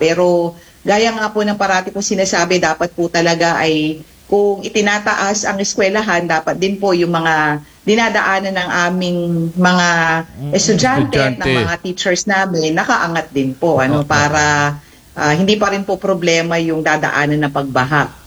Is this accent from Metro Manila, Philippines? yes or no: no; Masantol, Central Luzon, Philippines; Ako po ay tubong Masantol po talaga. Ang akin pong mga magulang, lalo na ang aking nanay po na pumanaw na ay taga Masantol po talaga.